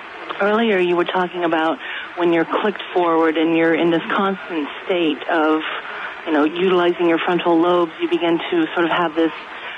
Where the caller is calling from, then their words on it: San Francisco Bay Area, California, United States; calling from San Francisco Bay Area.